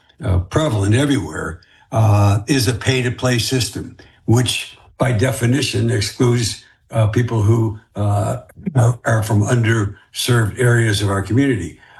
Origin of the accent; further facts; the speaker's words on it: Detroit, Michigan, United States; I grew up on baseball, football, basketball, and having grown up in Detroit, particularly hockey.